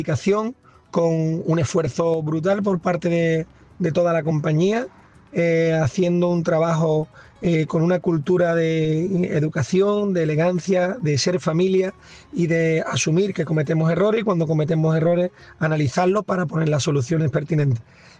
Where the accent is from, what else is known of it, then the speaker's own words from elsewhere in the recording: La Línea de la Concepción, Andalusia, Spain; en mi caso soy del campo de Gibraltar, de la línea de la Concepción.